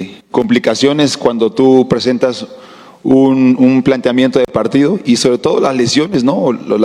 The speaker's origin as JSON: {"language": "Spanish", "country": "Mexico", "said": "Creo que estamos orgullosos todos como mexicanos"}